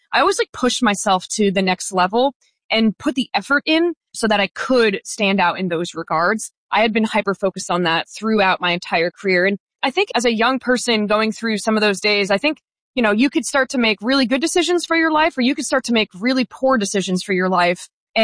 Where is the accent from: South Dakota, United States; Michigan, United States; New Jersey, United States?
New Jersey, United States; you know, we grew up in New Jersey, only an hour away from the academy.